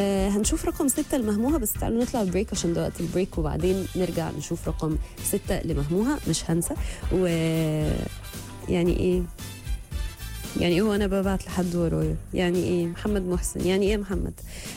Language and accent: Arabic; Egypt; بس كمصريه وكمشجعه وكعادي واحده من الناس الشعب العملاق ده